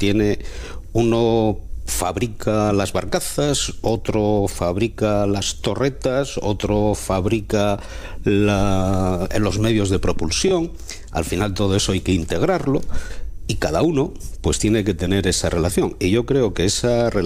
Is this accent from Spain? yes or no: yes; Langreo, Asturias, Spain; yo estaría encantado como langreano con que eso ocurriera, pero estaría encantado también como asturiano, porque es que eso va a ser desarrollo para Asturias.